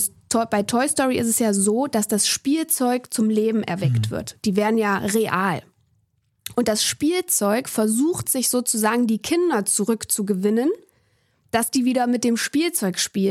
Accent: Thuringia, Germany; born there; now in Berlin, Germany

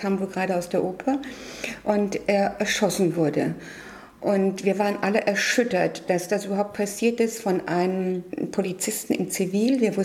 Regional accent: Berlin, Germany; born there

